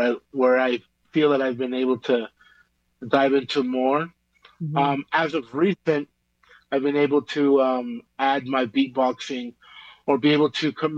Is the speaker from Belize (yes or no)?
yes; Belize; now in Calgary, Canada; I'm from Belize